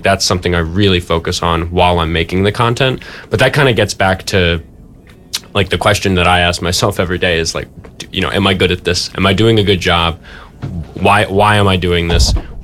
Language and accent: English; New York City, New York, United States; now in Minneapolis, United States; I grew up in Manhattan